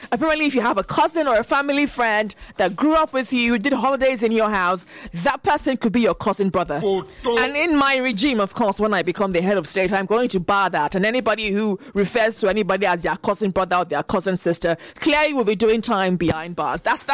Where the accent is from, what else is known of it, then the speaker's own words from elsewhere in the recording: Nigeria; It happened to me as a Nigerian.